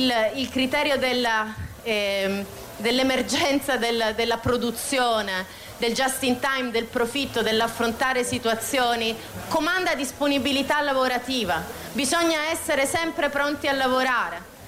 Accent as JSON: {"language": "Italian", "town": "Bologna", "region": "Emilia-Romagna", "country": "Italy", "said": "io vengo da Bologna"}